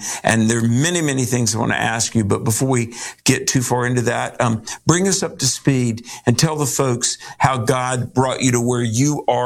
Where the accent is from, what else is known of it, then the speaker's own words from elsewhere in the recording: North Carolina, United States; my home state of North Carolina, right in the Piedmont, Archdale, High Point, the big furniture city